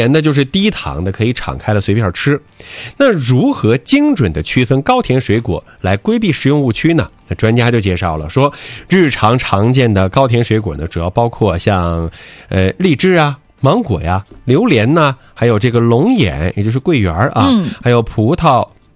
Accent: Northeast China, China; 第一个是我们东北人特别爱吃的山楂。

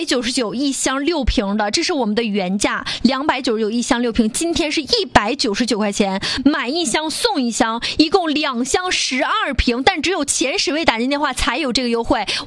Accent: Northeast China, China; 您选择纯粮食酒绝对是我们东北人包括我们中国人都是认的

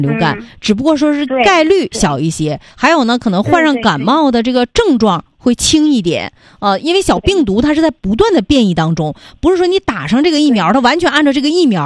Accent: China; 我们中国人

